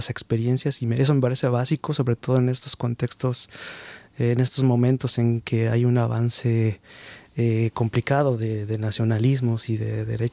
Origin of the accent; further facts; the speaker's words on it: Mexico; now in Germany; mi identidad como mexicano